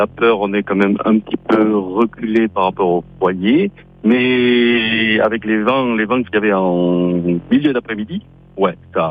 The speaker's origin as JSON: {"language": "French", "town": "Casteljaloux", "region": "Nouvelle-Aquitaine", "country": "France", "tie": "born or raised there", "said": "Casteljaloux, en Lot-et-Garonne, dans la forêt des Landes de Gascogne."}